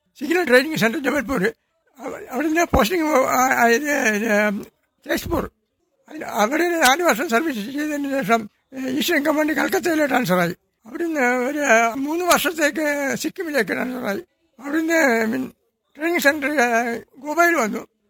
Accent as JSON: {"language": "Malayalam", "town": "Chittariparamba", "region": "Kerala", "country": "India", "tie": "born or raised there", "also_born_or_lived": "Panoor", "said": "എൻ്റെ സ്വദേശം ചിറ്റാരിപ്പറമ്പ് ചെള്ളത്തവാലി."}